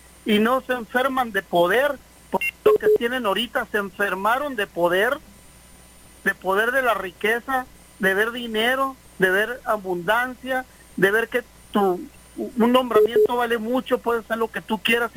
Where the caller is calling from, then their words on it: Mexico; como mexicanos?